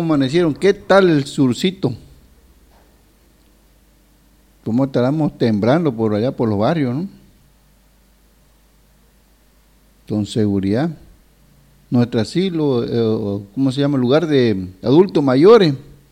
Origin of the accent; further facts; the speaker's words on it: Bolivia; los cambas sean presidentes, de que los cambas no decidan presidente, porque somos su coco